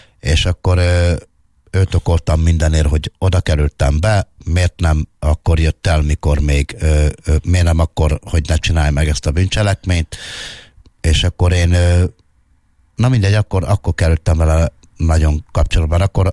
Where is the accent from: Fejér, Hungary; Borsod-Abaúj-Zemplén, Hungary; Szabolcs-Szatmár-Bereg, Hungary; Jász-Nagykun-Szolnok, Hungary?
Szabolcs-Szatmár-Bereg, Hungary; Baktalórántháza; Baktalarendháza.